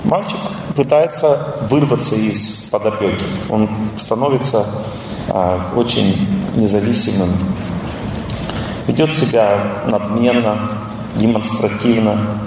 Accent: Russia

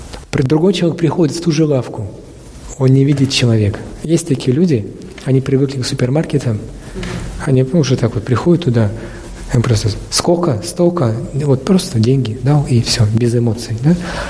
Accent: Russia

